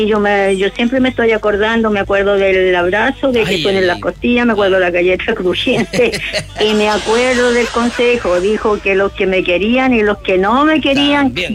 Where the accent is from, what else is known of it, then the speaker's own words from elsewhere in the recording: Chile; Pero claro, pues si somos chilenos y es el cumpleaños de Chile, así que lo tenemos que celebrar.